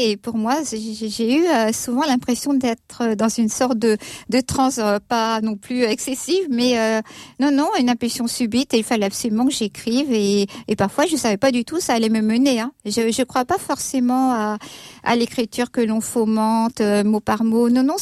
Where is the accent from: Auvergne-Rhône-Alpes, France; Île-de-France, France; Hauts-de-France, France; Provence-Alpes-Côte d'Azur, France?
Île-de-France, France; Paris; born there; also born or lived in Côte-d'Or, Burgundy; now in Dijon, France; Alors, je suis née à Paris, à Belleville